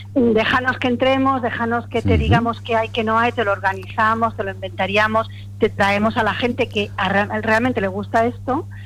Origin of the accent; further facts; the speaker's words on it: Almendralejo, Extremadura, Spain; somos las dos de Almendralejo, de un pueblo